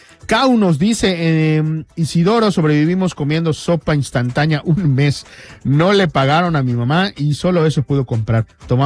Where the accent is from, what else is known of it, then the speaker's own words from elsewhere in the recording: Mexico; como mexicanos tenemos también esta, ahora sí que ADN